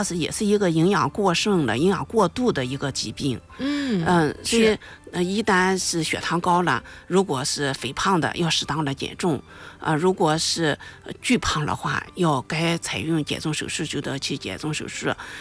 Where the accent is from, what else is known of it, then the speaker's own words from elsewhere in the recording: China; 因为现在我们中国人一半以上的人都超重，包括我也属于超重。